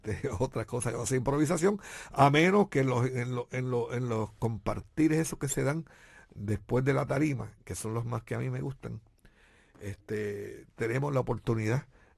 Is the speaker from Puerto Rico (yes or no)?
yes; Puerto Rico; de esa gente que no se hace de rogar, que está disponible, como somos nosotros los puertorriqueños.